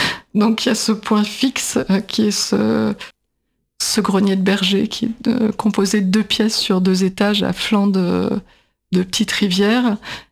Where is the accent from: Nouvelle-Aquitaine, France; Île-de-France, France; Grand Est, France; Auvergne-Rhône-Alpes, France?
Île-de-France, France; Paris; j'étais parisienne, qui arrivait en région